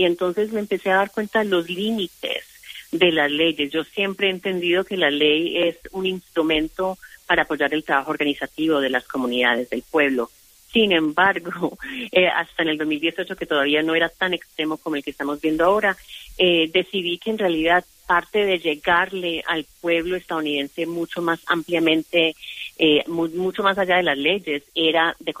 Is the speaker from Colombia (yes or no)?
yes; Colombia; moved away; Entonces mi meta era contar la historia de la inmigración de mi familia, de cuando llegamos de Colombia.